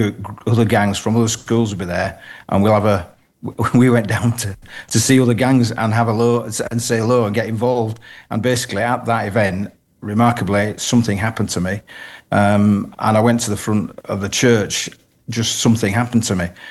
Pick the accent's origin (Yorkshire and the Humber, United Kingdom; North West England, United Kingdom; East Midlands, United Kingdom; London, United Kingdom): Yorkshire and the Humber, United Kingdom; Bradford; Yeah, I'm from Bradford.